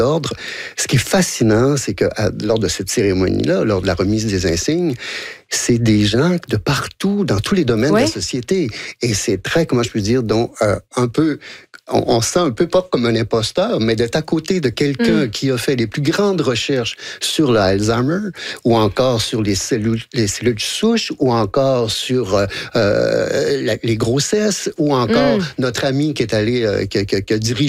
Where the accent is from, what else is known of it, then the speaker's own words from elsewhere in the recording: Quebec, Canada; Je viens d'une tradition, j'ai du Lac-Saint-Jean, je viens pas vraiment ouais. d'une tradition à l'époque où la grande littérature, je vous avoue, n'existait pas. Il n'y avait pas de représentation théâtrale dans la région, ou rien.